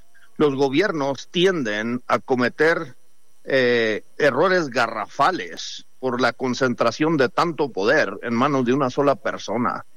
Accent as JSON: {"language": "Spanish", "region": "Chihuahua", "country": "Mexico", "tie": "born there", "said": "Pero yo nací en Chihuahua y mis padres nacieron en Chihuahua"}